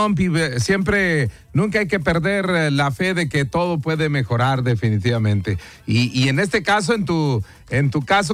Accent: Monterrey, Nuevo León, Mexico; Soy de rancho, soy de Monterrey, pero por mi enfermedad estoy en un rancho.

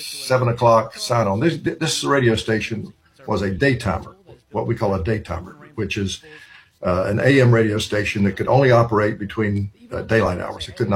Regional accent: High Point, North Carolina, United States; So there were three radio stations in my hometown, High Point, North Carolina.

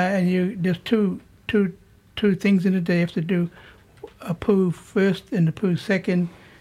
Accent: Dalby, Queensland, Australia; Koa from Central, and Cobble Cobble from Dolby.

